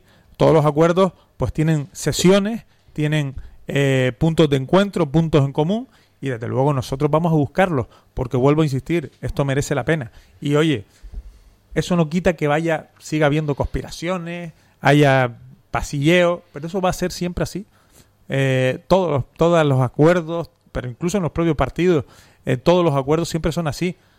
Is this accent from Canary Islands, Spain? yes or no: yes; Telde, Canary Islands, Spain; Además vengo de Telde. Por lo tanto, he sido concejal 6 años.